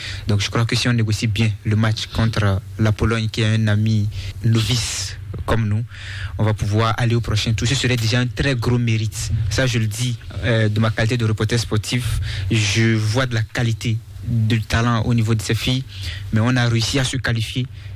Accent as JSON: {"language": "French", "town": "Kandi", "region": "Alibori", "country": "Benin", "said": "moi, je viens d'une zone septentrionale très éloignée. Ouais. Je viens de Kandy. C'est vraiment loin."}